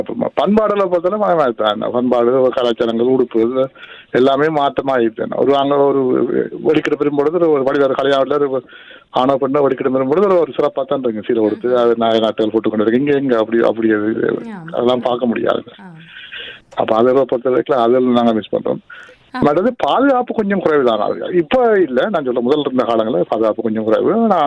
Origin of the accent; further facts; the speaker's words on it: Northern Province, Sri Lanka; born there; moved away